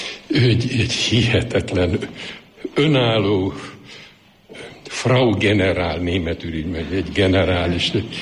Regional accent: Sopron, Győr-Moson-Sopron, Hungary; Soproni vagyok, 500 méterre a bencés templom, én 4 éves korom óta a bencés templomnak a kisminisztrása voltam

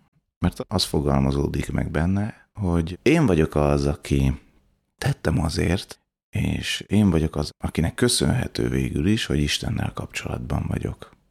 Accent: Budapest, Hungary; Egy 4 gyermekes családba születtem. Szüleim nagyon-nagyon hittel neveltek bennünket. Tehát nem volt kérdés az, hogy este imádság van, az sem volt kérdés, hogy a hét napján minisztrálunk a közeli Szent Családtemplomban Budapesten, a 6. kerületben.

